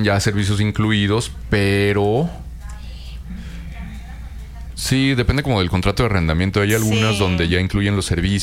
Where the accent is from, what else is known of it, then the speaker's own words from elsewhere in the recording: Torreón, Coahuila, Mexico; ya que los que somos de Torreón tenemos que retornar